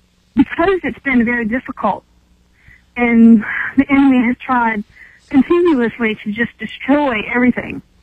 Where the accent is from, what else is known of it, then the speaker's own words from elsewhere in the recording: Charleston, United States; I was raised in Charleston, moved back here to this area